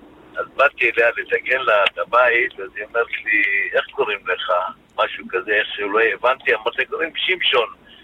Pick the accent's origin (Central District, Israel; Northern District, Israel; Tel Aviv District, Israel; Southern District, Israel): Southern District, Israel; Ashdod; now in Hevel Lakhish, Israel; אני יליד אשדוד, גדלתי באזור יליד אשדוד